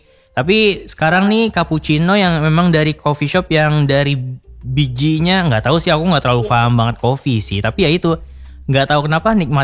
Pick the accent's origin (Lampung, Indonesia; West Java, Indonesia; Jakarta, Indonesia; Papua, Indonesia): West Java, Indonesia; Bekasi; now in Padang, Indonesia; Aku orang Bekasi.